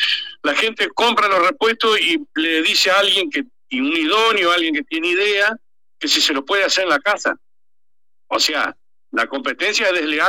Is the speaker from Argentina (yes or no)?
yes; Argentina; como somos los argentinos.